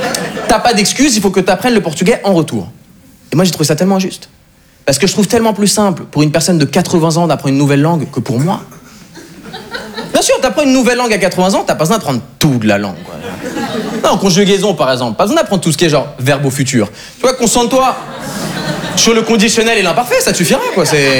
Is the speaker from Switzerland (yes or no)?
yes; Switzerland; Parce que moi, en fait, je viens de Suisse, donc j'ai traversé le sang pour les études. Je suis aussi brésilien